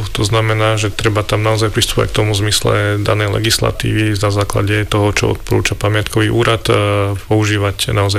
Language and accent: Slovak; Banská Štiavnica, Banská Bystrica Region, Slovakia; Ja som z Banskej Štiavnice